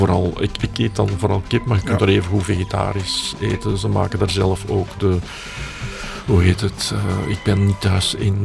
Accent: Flanders, Belgium; Maar als Vlaming is dat moeilijker te horen.

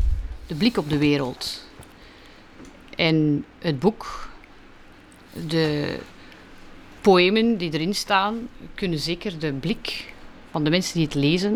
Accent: Moorsele, Flanders, Belgium; born there; in Moorselen. In mijn geboortedorp

